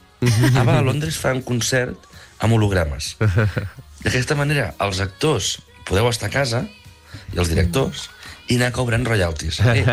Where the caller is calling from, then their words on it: Sant Hipòlit de Voltregà, Catalonia, Spain; de Sant Hipòlit de Voltregà